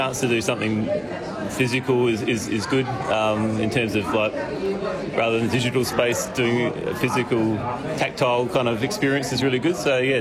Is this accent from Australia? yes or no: yes; Lightsview, South Australia, Australia; Yeah, I'm from Lightsview, so I came down because I saw a post on Facebook